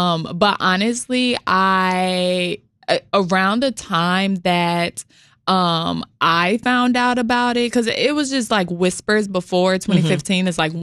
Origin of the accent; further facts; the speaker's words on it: Chicago, Illinois, United States; So I grew up in Woodlawn and went to school in South Shore. So that big, tall, high rise on 63rd and Stony Island, Island Terrace, that's home.